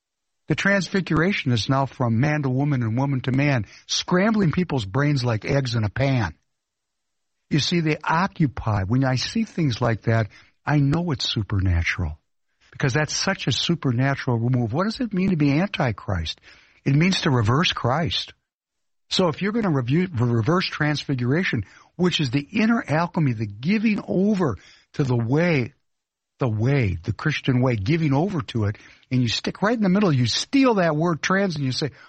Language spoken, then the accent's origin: English; Ukraine; first language Russian; English is a second language; moved away; because I am from the Ukraine, and the first language in my home was Russian, and the second language in my home was Yiddish, and then Hebrew, and then English.